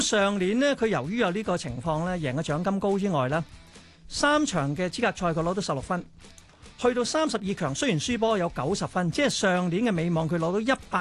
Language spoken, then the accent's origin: Cantonese; Hong Kong; 我哋香港人都有咁大力量咧